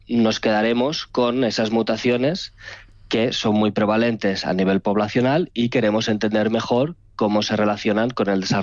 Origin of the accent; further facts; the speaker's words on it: Barcelona, Catalonia, Spain; Para mí, yo soy de Barcelona. Estuve muchos años fuera en el extranjero formándome